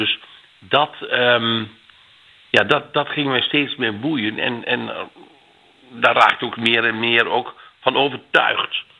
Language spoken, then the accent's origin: Dutch; Gaanderen, Gelderland, Netherlands; geboren en getogen in de Gelderse Achterhoek in Gaanderen bij Doetinchem.